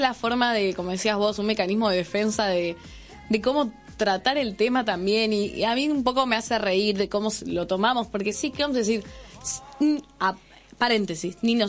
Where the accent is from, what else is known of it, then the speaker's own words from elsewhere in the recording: Argentina; como somos todos los argentinos